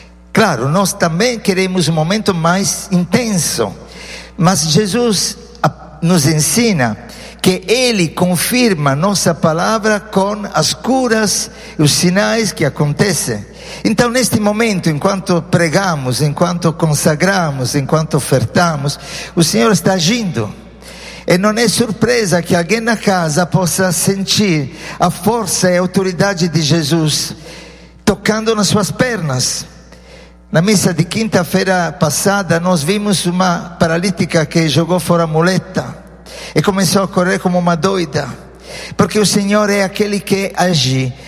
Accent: Sardinia, Italy; moved away; Na minha terra belíssima, que se chama Sardenha, uma ilha no meio do Mediterrâneo

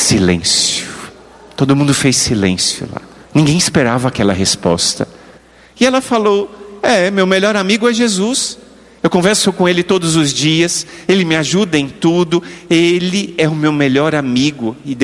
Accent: Brasília, Federal District, Brazil; lá em Brasília, onde eu nasci

